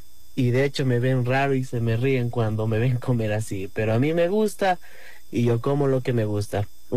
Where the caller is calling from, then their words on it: Ambato, Tungurahua, Ecuador; desde aquí de Ambato.